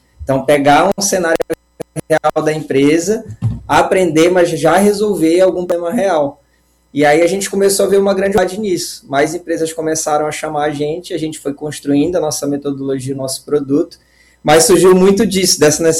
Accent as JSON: {"language": "Portuguese", "town": "Belém", "region": "Pará", "country": "Brazil", "accent": "paraense", "moved": "yes", "lives_now": "Florianópolis, Brazil", "said": "aqui meu sotaque totalmente paraense, todo mundo reconhece."}